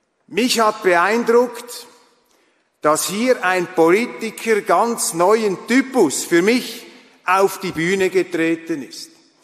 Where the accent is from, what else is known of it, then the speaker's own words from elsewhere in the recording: Switzerland; für mich als Schweizer